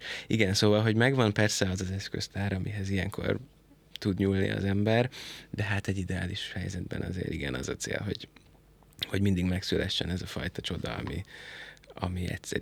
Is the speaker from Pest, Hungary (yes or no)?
yes; Szentendre, Pest, Hungary; én meg ugye szentendrei vagyok eredetileg